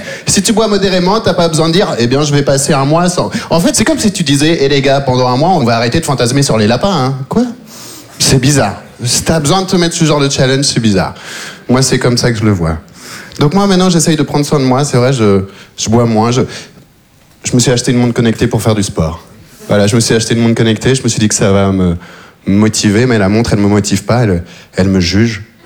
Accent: Belgium; voilà, c'est vrai que je viens de Belgique, je suis arrivé en Belgique quand j'avais 3 ans, j'ai vécu toute ma vie là-bas

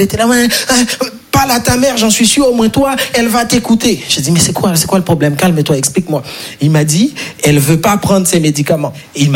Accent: Haiti; Je ne vais pas vous mentir parce que je suis né et grandi en Haïti. Et en Haïti, on n'a pas les quatre saisons.

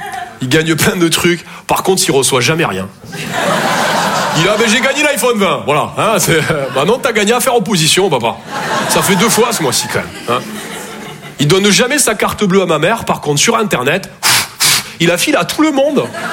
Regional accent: Toulouse, Occitanie, France; Je viens de Toulouse, à la base. Ouais, ça s'entend un peu. Ouais. Bah, mon accent, c'est vraiment comme mon sexe.

